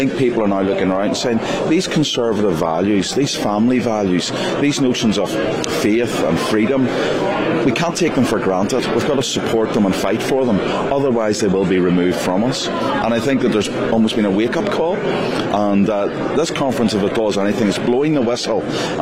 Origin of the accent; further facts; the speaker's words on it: United Kingdom; I'm not ashamed of being a Brit and never will be.